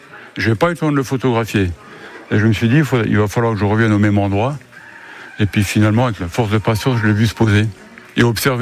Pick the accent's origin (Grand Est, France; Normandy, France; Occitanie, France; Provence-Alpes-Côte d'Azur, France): Grand Est, France; Creutzwald; born there; now in Cuvry, France; je suis né à Creutzwald.